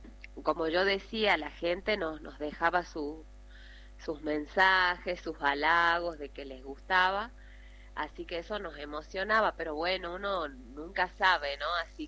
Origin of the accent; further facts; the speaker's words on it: San José, Catamarca, Argentina; Yo pertenezco a San José.